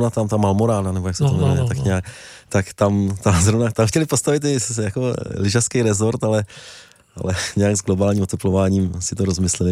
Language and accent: Czech; Bohemia, Czechia; also born or lived in Ireland; já jsem z Čech, jako zvyklý na to, že jsou všude turistické cesty.